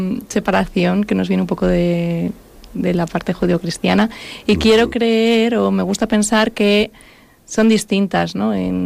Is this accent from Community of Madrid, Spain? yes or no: yes; Madrid, Community of Madrid, Spain; born there; Nací en Madrid.